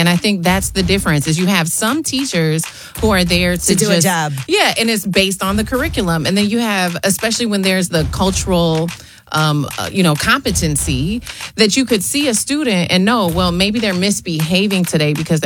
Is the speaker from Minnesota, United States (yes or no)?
yes; Minnesota, United States; A little bit. I'm from Minnesota.